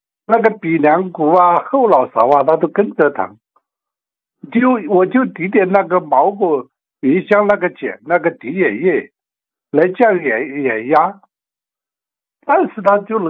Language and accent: Chinese; Jiangbei District, Chongqing, China; 哎，我是重庆的，重庆江北区的。